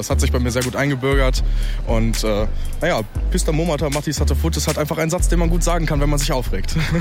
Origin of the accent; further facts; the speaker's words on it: Lippstadt, North Rhine-Westphalia, Germany; Ich komme aus Lippstadt. Ich habe Wurzeln in Rumänien